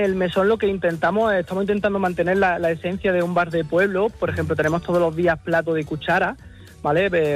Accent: Sayalonga, Andalusia, Spain; Sí, también soy nacido en Sayalonga, soy de aquí, soy sayalonguino.

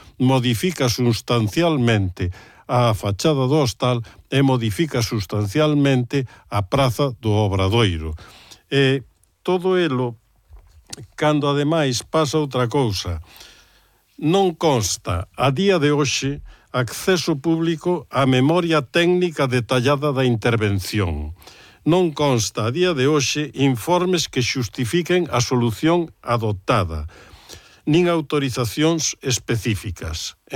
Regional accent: Santiago de Compostela, Galicia, Spain; non son ningún técnico, pero si son unha persona, como moitos composteláns, que temos capacidade de observar e de explicar o que nos parece ben e o que non nos parece ben.

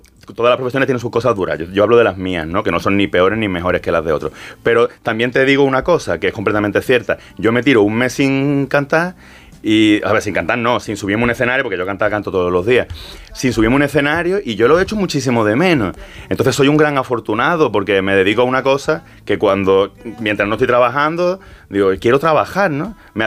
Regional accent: Málaga, Andalusia, Spain; soy de Málaga, ¿no?

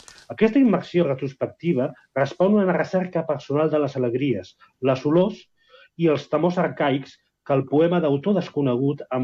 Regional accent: Barcelona, Catalonia, Spain; I jo que sóc de Barcelona ciutat, és a dir, que no sóc de l'àmbit rural

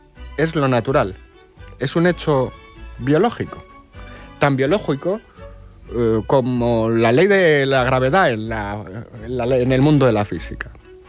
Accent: Spain; los españoles nos partimos la cara

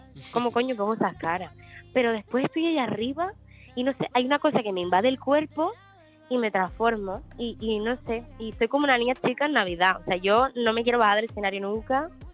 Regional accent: Canary Islands, Spain; Y sí, a mí me recuerda mucho a mi tierra, por supuesto.

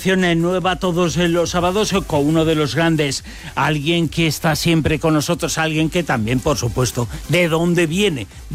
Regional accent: Galicia, Spain; es que somos muchos gallegos hoy aquí.

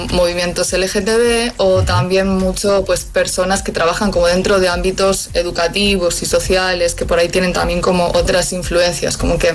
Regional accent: Galicia, Spain; now in Málaga, Spain; de hecho ahora mismo estoy en Málaga, pero yo soy de Galicia, así que me he movido bastante

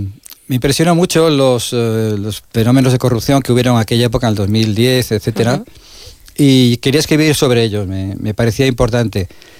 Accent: Valencian Community, Spain; also born or lived in Melilla; yo soy valenciana de adopción, nací en Melilla

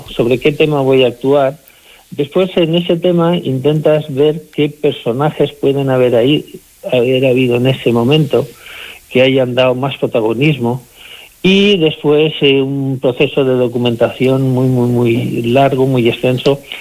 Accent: Monóvar, Valencian Community, Spain; Azorín es un referente aquí en mi pueblo, en mi ciudad, Monóvar

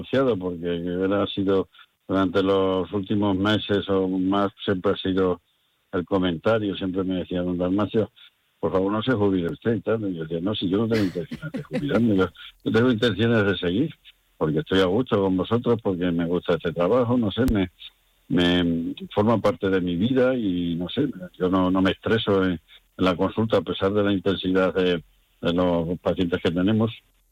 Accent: Casatejada, Extremadura, Spain; moved away as an adult; now in Miguel Esteban, Spain; Yo soy extremeño, soy de un pueblo de Cáceres que se llama Casa Tejada, donde eran mis padres y mis antepasados.

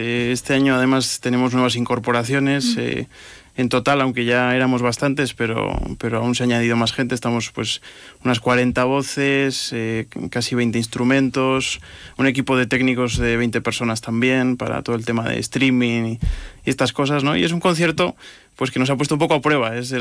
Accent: Navarre, Spain; nosotros, que claro, venimos de Navarra, también tierra de jotas

